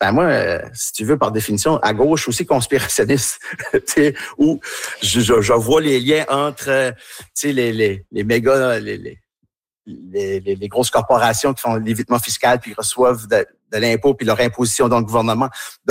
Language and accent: French; Tracadie, New Brunswick, Canada; born there; accent: Acadian (Tracadie); also born or lived in Niagara Falls, Ontario; je parle avec mon accent tracadie un peu plus